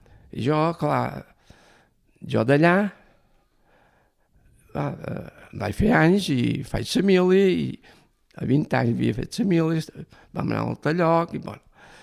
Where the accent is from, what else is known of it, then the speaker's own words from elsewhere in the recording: Ferreries, Balearic Islands, Spain; jo vaig néixer aquí a Ferreries, i en els 9 anys van anar al camp.